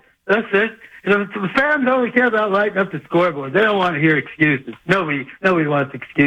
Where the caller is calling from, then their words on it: Littleton, United States; I'm calling from Littleton High School.